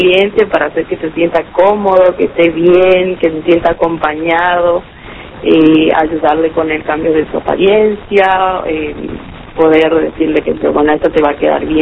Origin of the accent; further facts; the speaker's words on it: Las Lomitas, Formosa, Argentina; Yo soy de acá de Las Lomitas.